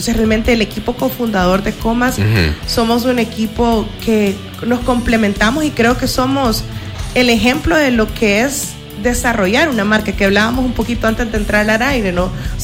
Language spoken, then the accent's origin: Spanish; El Salvador